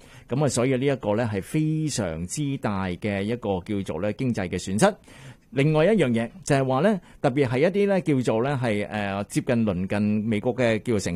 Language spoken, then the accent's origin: Cantonese; Canada; 我哋加拿大人咧，亦都開始咧進行呢個抵制美國法 buy Canadian 呢樣嘢啦